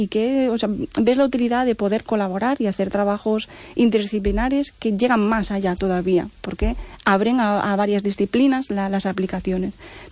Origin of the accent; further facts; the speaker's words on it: Vigo, Galicia, Spain; Es en Vigo, cerca del Parque de Castrel